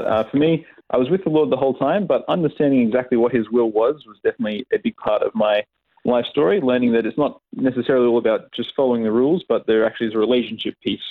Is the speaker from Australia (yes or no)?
yes; Sydney, New South Wales, Australia; also born or lived in Vancouver, Canada / United States; I was born in Canada, in Vancouver, but I flew across to Sydney when I was just 6 weeks old, and I've grown up in Australia.